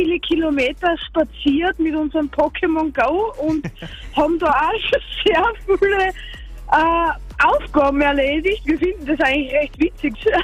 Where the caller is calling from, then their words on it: Mureck, Styria, Austria; Wir stehen aus Murek und fahren gerade nach St. Peter in die Schule.